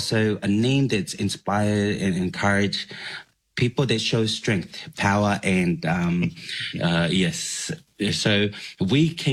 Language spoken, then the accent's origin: English; Vava'u, Tonga; now in Tongatapu, Tonga; I grew up all the way in Wava'u, a beautiful island